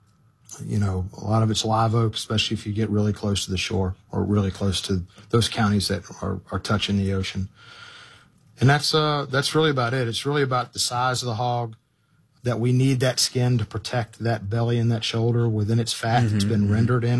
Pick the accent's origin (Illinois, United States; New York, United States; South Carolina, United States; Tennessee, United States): Tennessee, United States; Memphis; born there; I was born in Memphis.